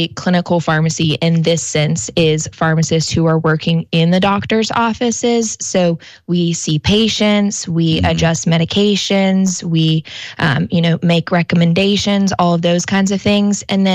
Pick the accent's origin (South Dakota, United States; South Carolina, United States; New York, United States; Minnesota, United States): South Carolina, United States; Manning; moved away as an adult; now in Sumter, United States; I'm originally from Manning. Graduated from Manning High School. And then now I'm in Sumter. We have lived here for going on 3 years now.